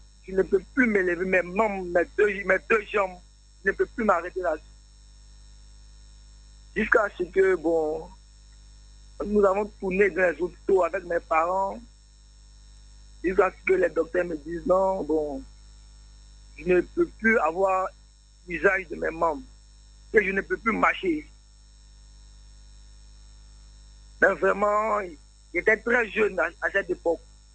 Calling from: Bobo-Dioulasso, Hauts-Bassins, Burkina Faso; J'appelle la Bobo.

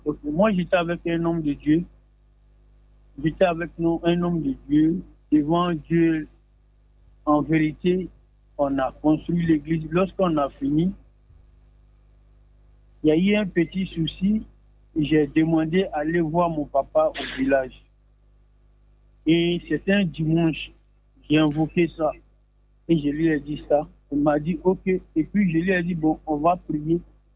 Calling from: Abidjan, Côte d’Ivoire; j'appelle de Port-Boué, Abidjan, Port-Boué.

